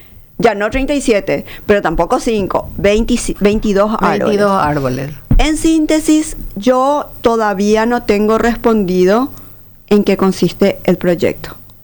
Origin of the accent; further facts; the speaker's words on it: Paraguay; ahí está nuestro nacimiento como paraguayos